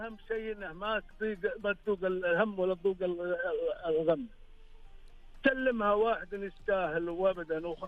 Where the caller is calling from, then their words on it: Riyadh, Riyadh Province, Saudi Arabia; اكلمك من الرياض توني جاي من مكه.